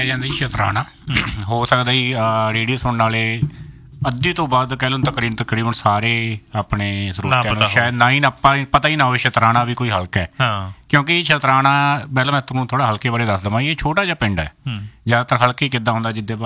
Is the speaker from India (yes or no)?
yes; Punjab, India; ਉਸ ਟਾਈਮ ਦੇ ਵਿੱਚ ਮੈਂ ਪੰਜਾਬ ਦੇ ਵਿੱਚ ਹੀ ਸੀਗਾ, ਤੇ ਕਿਉਂਕਿ ਆਪਣੇ ਪਿੰਡ ਨੂੰ ਮੇਨ ਜਿਹੜਾ ਸ਼ਹਿਰ ਲੱਗਦਾ ਉਹ ਸਮਾਣਾ ਹੀ ਲੱਗਦਾ ਜੀ।